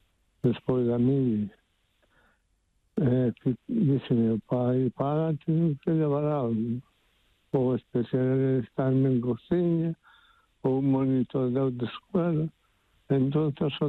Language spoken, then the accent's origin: Galician; Taragoña, Galicia, Spain; born there; now in Ribeira, Spain; Ribeira, Ribeira, pero non son de Ribeira.